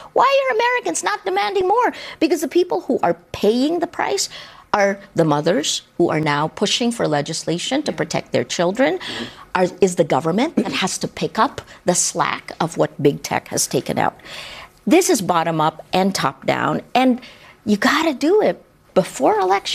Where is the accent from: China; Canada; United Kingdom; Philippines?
Philippines; I come from Asia's largest Roman Catholic nation